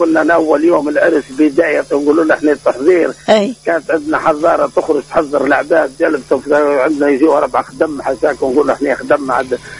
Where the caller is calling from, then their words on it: Zarzis, Medenine, Tunisia; أنا من قصر ولاد سعيد من جرجيس